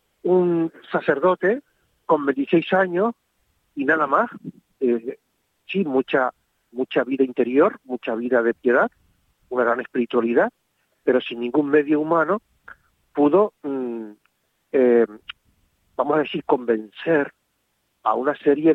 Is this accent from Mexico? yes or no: no; Santa Cruz de Tenerife, Canary Islands, Spain